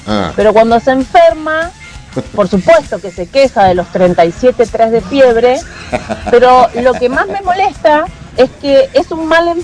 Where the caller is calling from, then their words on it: Luján, Buenos Aires Province, Argentina; de Luján.